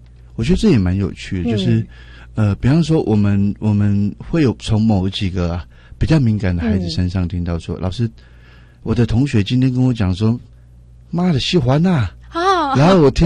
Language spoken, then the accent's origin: Chinese; Yingge, New Taipei, Taiwan; born there; also born or lived in Zhongli, Taoyuan